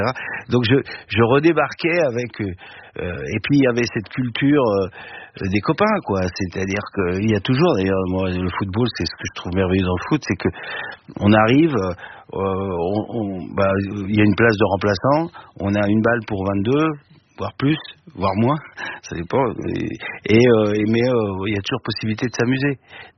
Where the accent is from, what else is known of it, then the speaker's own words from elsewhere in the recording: Île-de-France, France; notre banlieue où on a grandi, dans Val-de-Marne.